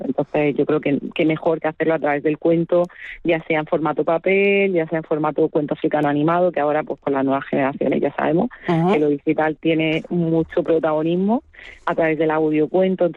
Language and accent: Spanish; Murcia, Region of Murcia, Spain; born there; also born or lived in Equatorial Guinea; yo soy ascendencia ecuatoguineana y cuando mi madre pues llegó a España después de la dictadura de Macías, el tío del actual dictador, pues ella pues también se sintió y vivió muy sola, ¿no? En soledad y sin comunidad en Murcia, porque además aterrizamos en Murcia